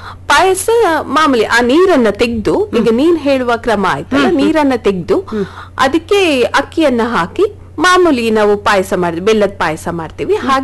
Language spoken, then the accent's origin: Kannada; Kodagu, Karnataka, India; ಇಲ್ಲೇ ಹುಟ್ಟಿದ್ದು, ಇಲ್ಲೇ ವಿದ್ಯಾಭ್ಯಾಸ, ಇಲ್ಲೇ ಬೆಳೆದಿದ್ದು, ಎಲ್ಲ ಕೂಡ ಕೊಡಗಿನಲ್ಲಿ.